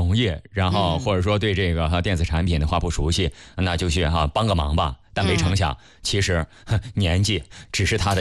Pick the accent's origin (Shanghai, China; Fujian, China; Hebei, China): Hebei, China; Dingzhou; 我记得我们老家那边啊，就是定州那边有一个叫做施家庄